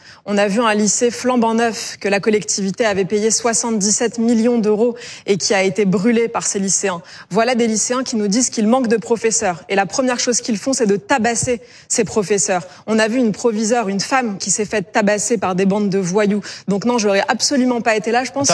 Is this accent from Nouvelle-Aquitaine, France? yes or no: no; Île-de-France, France; Écoutez, moi j'ai grandi en Seine-Saint-Denis.